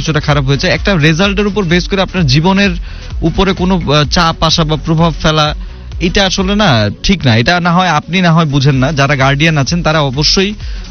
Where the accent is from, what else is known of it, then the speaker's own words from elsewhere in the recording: Rangpur, Rangpur Division, Bangladesh; ওকে, আমাদের রংপুরের প্রচুর রোদ, তারপরে লোডশেডিং, কারেন্ট তো যায় না তবে মাঝে মাঝে আসে